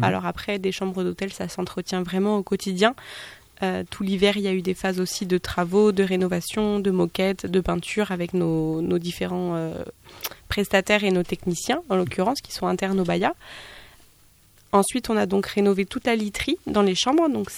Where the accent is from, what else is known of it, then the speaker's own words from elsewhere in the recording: Les Sables-d'Olonne, Pays de la Loire, France; moved away as an adult; Je suis vendéenne, donc des Sables d'Olonne. Mm-hmm. Et je suis arrivée dans la région il y a une dizaine d'années maintenant.